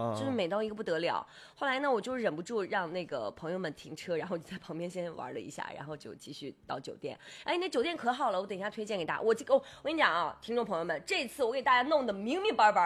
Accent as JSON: {"language": "Chinese", "region": "Inner Mongolia", "country": "China", "said": "我锡林郭勒盟的"}